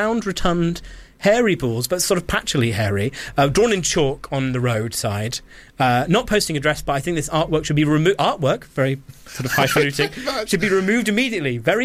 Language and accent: English; Salisbury, South West England, United Kingdom; I grew up in Salisbury.